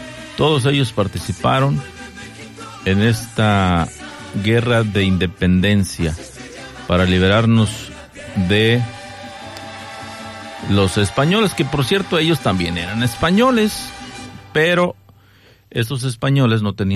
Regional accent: Hidalgo, Mexico

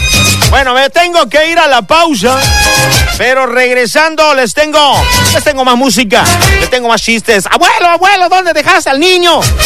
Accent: Cozumel, Quintana Roo, Mexico; Soy de Cozumel, gordo. Y donde yo vivo casi no nos llega la señal.

